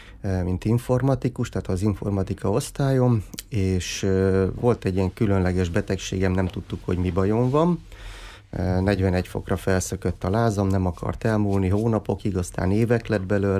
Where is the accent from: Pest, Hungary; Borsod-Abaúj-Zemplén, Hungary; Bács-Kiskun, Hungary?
Borsod-Abaúj-Zemplén, Hungary; Miskolc; aztán ugye a Diósgyőri vár közelében nőttem fel, a Kuruc utcán laktunk, úgyhogy gyakorlatilag nem volt olyan nap, hogy ne csatangoltunk volna a vár környé